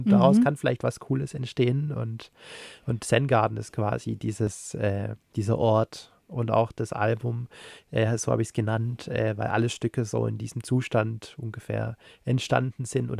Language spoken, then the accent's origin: German; Unterensingen, Baden-Württemberg, Germany; ja nicht zu weit weg von der Schweiz, wo ich immer noch gern bin, und aber auch nicht zu weit weg von meiner Heimat Stuttgart-Region, Unterenzingen, Nürtingen.